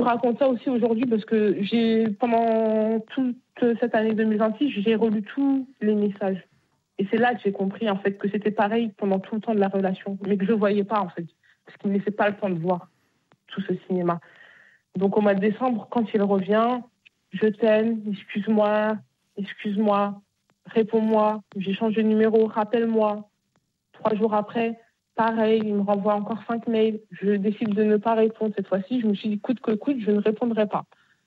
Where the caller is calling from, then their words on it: Bayeux, Normandy, France; Moi, je viens de Bayeux.